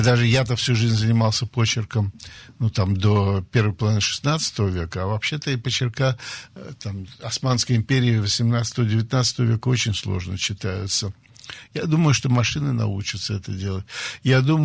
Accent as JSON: {"language": "Russian", "region": "Saint Petersburg", "country": "Russia", "tie": "born or raised there", "said": "Слушайте, я мальчик питерский, занимался каратэ, прошел русскую армию советскую"}